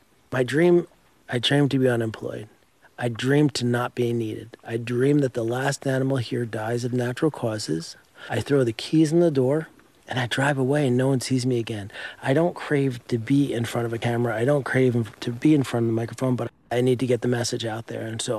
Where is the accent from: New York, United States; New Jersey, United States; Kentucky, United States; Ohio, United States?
New Jersey, United States; moved away; I'm from Jersey.